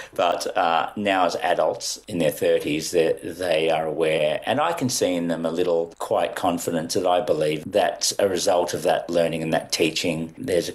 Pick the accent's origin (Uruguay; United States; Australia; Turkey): Australia; Melbourne, Victoria; also born or lived in India; And then we eked out a existence in the suburbs of Melbourne, trying to learn how to be as Aussie as the Aussies were in order to fit in.